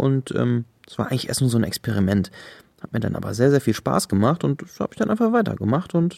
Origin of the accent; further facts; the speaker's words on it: Leverkusen, North Rhine-Westphalia, Germany; born there; now in Bochum, Germany; bin 25 Jahre alt und komme gebürtig aus Leverkusen, wohne zurzeit aber in Bochum.